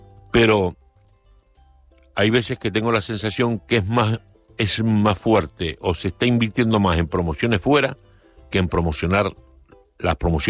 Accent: Canary Islands, Spain; valoran más nuestra identidad que a veces el propio canario

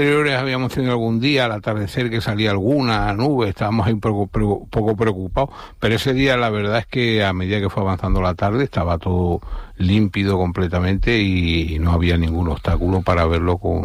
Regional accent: Extremadura, Spain; yo soy extremeño, también tengo residencia en Badajoz

